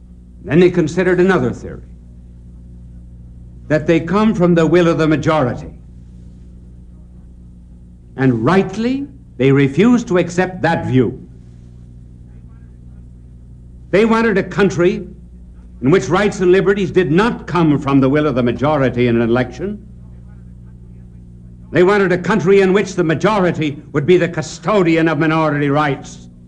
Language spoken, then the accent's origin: English; United States